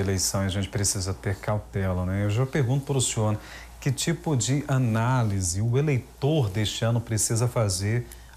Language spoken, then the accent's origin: Portuguese; Brazil; Como brasileiro, a gente torce.